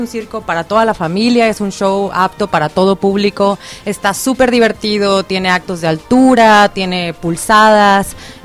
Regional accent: Mexico City, Mexico; Yo soy de Ciudad de México.

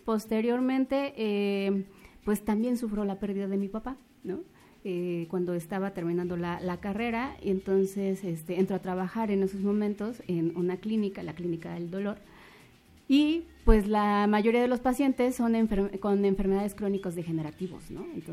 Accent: Tlaxcala, Mexico; soy originaria de Tlaxcala. Parte de mi vida he estado aquí en Tlaxcala de chiquita. Bueno, mis papás son de Oaxaca

